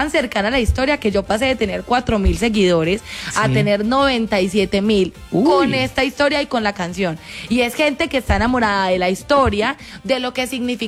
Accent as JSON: {"language": "Spanish", "country": "Colombia", "said": "A ver, yo amo Colombia, yo soy colombiana."}